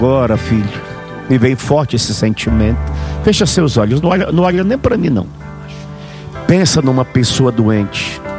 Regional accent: Tocantins, Brazil; moved away

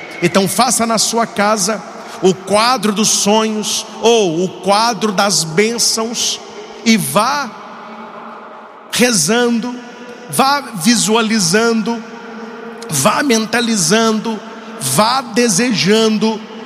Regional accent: Itaúna, Minas Gerais, Brazil; moved away; Em Itaúna, minha terra natal, onde mora minha mãe

